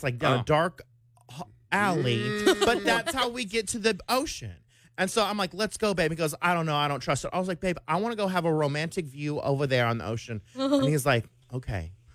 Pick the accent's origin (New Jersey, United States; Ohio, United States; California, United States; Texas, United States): Texas, United States; Dallas; But I was like, I'm from Oak Cliff, okay? Like, I could survive Oak Cliff.